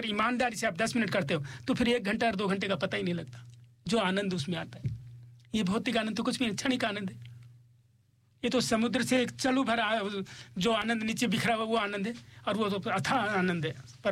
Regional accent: Gurgaon, Haryana, India; तो हमारा घर गुड़गांव में, मैं हरियाणा से बिलोंग करता हूँ, गुड़गांव।

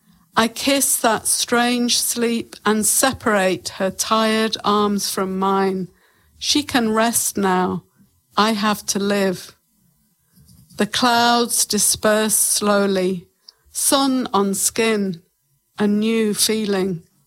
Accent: England, United Kingdom; now in New Zealand; like when I came to New Zealand from England, you know, stopping one whole part of my life and starting again.

